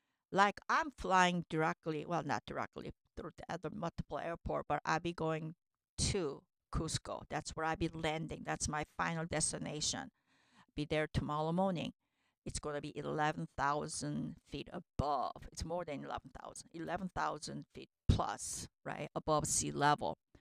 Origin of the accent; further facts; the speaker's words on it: United States; and I'm from North America, you know, from U.S.